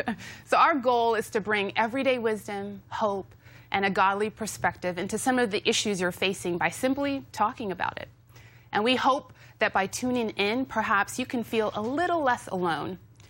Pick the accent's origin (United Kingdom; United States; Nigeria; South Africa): Nigeria; Look at me. I'm Nigerian.